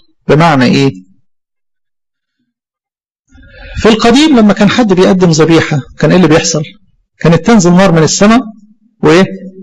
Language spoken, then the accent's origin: Arabic; Egypt; الجبال عندنا في مصر